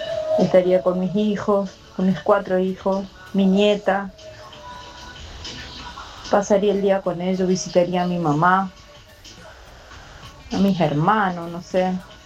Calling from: Reconquista, Santa Fe, Argentina; Lo estoy viendo de Reconquista, Santa Fe.

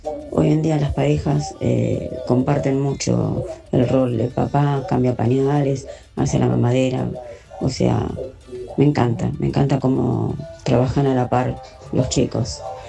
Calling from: Buenos Aires, Argentina; de Paquete Chacabuco.

